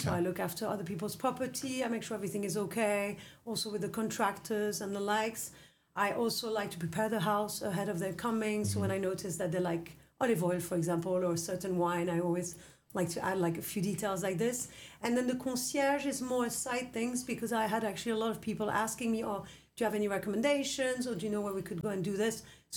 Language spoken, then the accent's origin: English; London, United Kingdom; also born or lived in Paris, France / Berlin, Germany; now in Mallorca, Spain; I've been here for 4 years. So basically, I was born in Paris. I grew up in London. Then we lived in Berlin for 10 years. And we moved from Berlin to here.